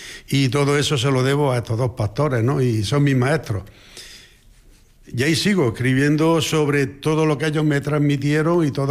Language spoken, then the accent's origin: Spanish; Villanueva del Duque, Andalusia, Spain; aquí tenemos la ermita de San Gregorio sobre la ladera, que por la que yo correteaba de niño